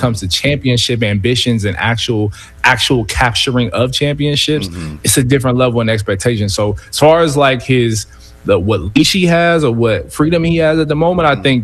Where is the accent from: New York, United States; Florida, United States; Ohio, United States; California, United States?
Ohio, United States; I'm from Ohio, right?